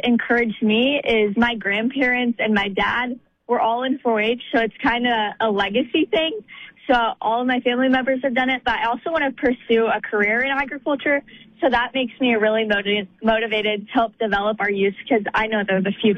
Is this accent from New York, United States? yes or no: no; Greenwood, Nebraska, United States; I'm originally from Greenwood